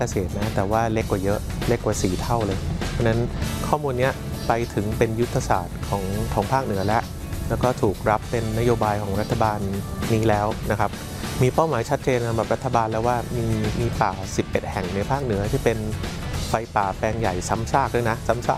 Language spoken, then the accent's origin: Thai; Bangkok, Thailand